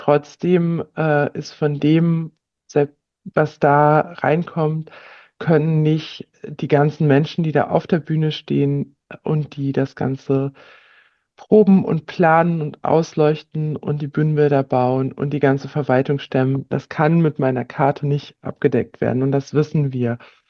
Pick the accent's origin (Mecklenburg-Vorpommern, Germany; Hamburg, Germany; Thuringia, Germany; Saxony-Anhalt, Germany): Mecklenburg-Vorpommern, Germany; Greifswald; Also ich hatte ja gesagt, ich komme aus Greifswald und bin hier auch in einem soziokulturellen Zentrum aktiv